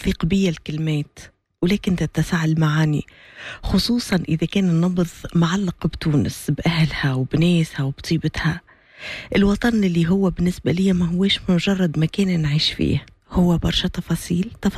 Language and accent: Arabic; Gafsa, Gafsa Governorate, Tunisia; moved away as an adult; يرجعني القفصة ويرجعني لربوع قفصة وللجنوب